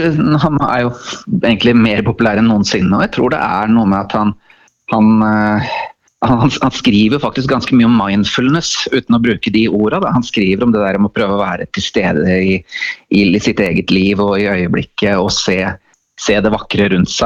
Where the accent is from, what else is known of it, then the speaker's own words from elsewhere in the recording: Elverum, Innlandet, Norway; Jeg er en visesanger fra Elverum, som har holdt på profesjonelt i 12-14 år